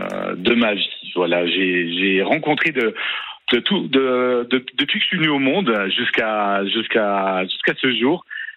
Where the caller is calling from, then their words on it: Thionville, Grand Est, France; je suis dans l'est de la France, je suis de Thionville.